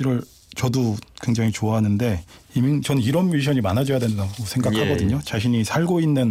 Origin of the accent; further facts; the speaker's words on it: Daejeon, South Korea; 제 고향 대전으로 한번 와주셨으면